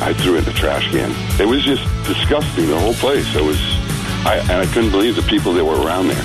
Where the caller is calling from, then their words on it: Old Orchard Beach, Maine, United States; I'm from Old Orchard Beach.